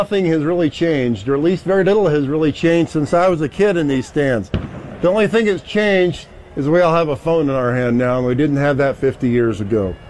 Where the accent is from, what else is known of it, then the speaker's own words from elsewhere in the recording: Brush, Colorado, United States; it's great to be back in my hometown, Brush, Colorado, the all-American city where the West still stands.